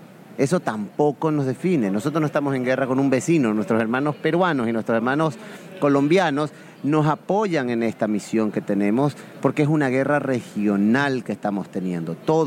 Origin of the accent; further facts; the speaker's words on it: Ecuador; ese abanico de diversidad y de cultura que somos los ecuatorianos.